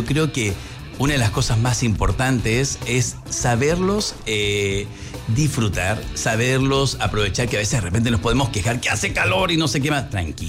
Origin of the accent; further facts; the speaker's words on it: Nueva Esparta, Venezuela; yo que me crié en el Caribe y viví toda mi infancia y parte de mi adolescencia en una isla, en la isla Margarita, en Venezuela, en el Caribe venezolano